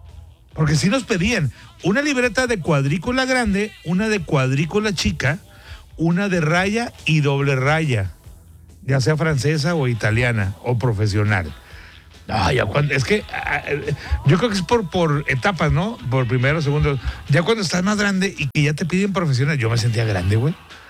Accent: Monterrey, Nuevo León, Mexico; como todo mexicano, como todo regio

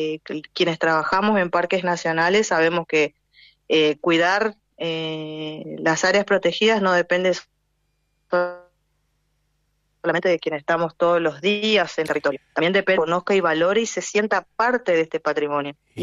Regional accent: Chaco, Argentina; born there; Nací en la provincia del Chaco.

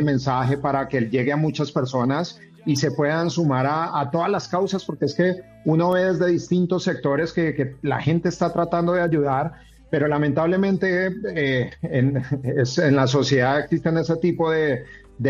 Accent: Bogotá, Bogotá D.C., Colombia; also born or lived in Cali; yo soy de Bogotá, pero amo Cali, me fui muy joven para allá y es una ciudad que me abrió las puertas

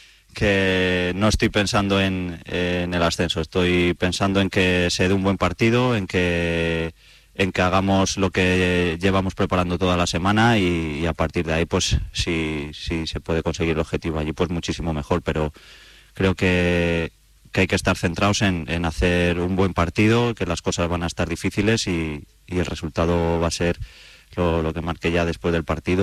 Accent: Valladolid, Castile and León, Spain; moved away

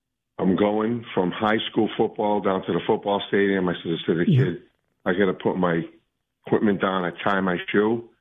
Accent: Punta Gorda, Florida, United States; I'm from Punta Gorda, Florida.

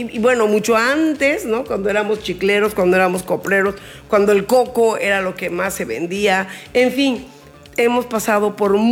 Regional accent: Ciudad del Carmen, Campeche, Mexico; Por eso hoy en día somos Ciudad del Carmen. Con esto, bueno, pues reafirmamos pues amor por nuestra identidad y sobre todo amor y compromiso por nuestra tierra.

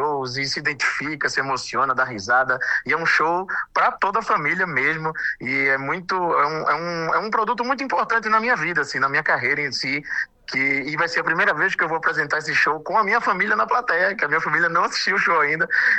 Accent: Recife, Pernambuco, Brazil; moved away

